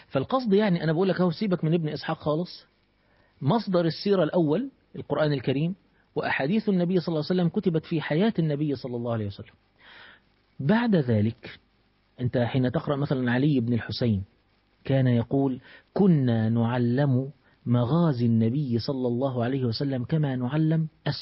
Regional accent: Egypt; الثورة العربية دي حصلت عندنا في مصر سنة 1882

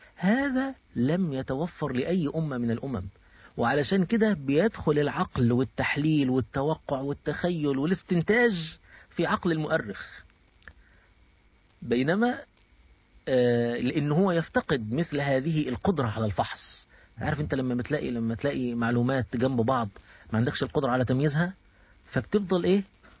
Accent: Egypt; يعني أنا كمصري بالتأكيد لا يمكن

